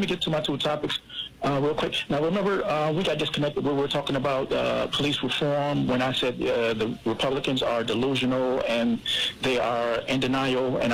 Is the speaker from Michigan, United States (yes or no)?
no; New York, United States; I'm New Yorker. I'm New York all the way.